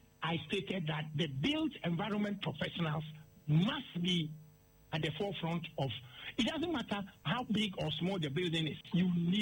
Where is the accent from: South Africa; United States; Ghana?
Ghana; moved away as an adult